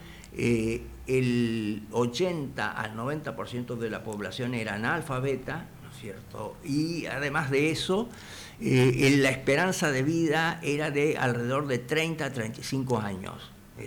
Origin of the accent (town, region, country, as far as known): Argentina